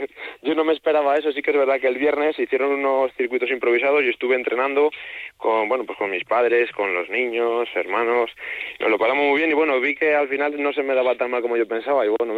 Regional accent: Villaco, Castile and León, Spain; born there; Yo soy de Villaco, vecino de Villaco, eso es, nacido en Villaco.

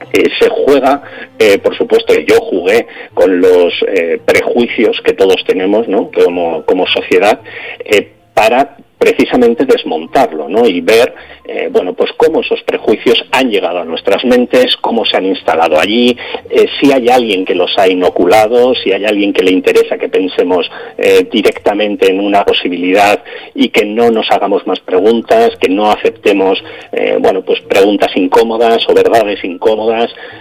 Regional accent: Zaragoza, Aragon, Spain; born there; also born or lived in Ciudad Real; now in Madrid, Spain; yo soy de Zaragoza, nací en Zaragoza, aunque, bueno, vivo en Madrid desde hace muchísimos años

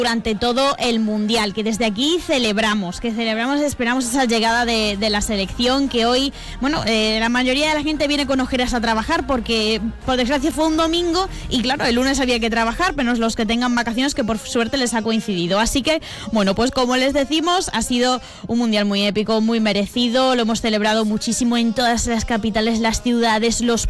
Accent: Extremadura, Spain; que los extremeños vivamos el mundial el triple de lo que ya lo vivimos como españoles, pero también como extremeños.

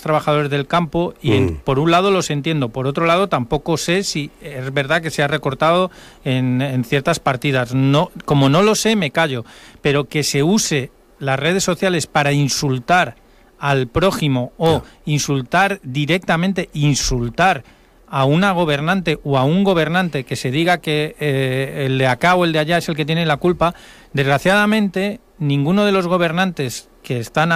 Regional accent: Madrid, Community of Madrid, Spain; born there; moved away; yo que soy de Madrid, nacido en Madrid, pero llevo tantos años aquí

